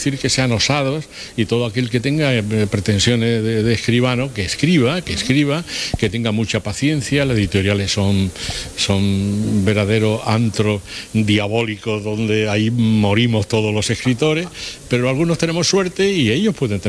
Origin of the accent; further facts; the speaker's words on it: Úbeda, Andalusia, Spain; Pero mi vínculo y mi unión con mi pueblo es verdaderamente excepcional. Y no lo digo porque esté en un medio televisivo que es de Úbeda, sino porque los que somos de Úbeda no sé lo que nos pasa.